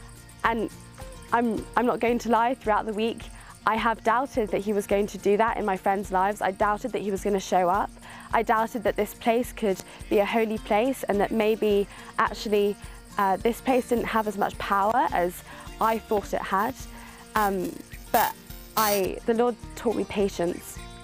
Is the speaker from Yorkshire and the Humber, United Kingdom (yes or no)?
yes; Yorkshire and the Humber, United Kingdom; I come from England in North Yorkshire, and I'm 17.